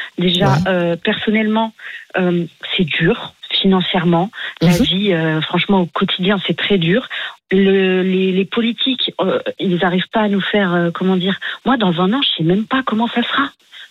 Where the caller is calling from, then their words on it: Algeria; moi, en plus, je suis algérienne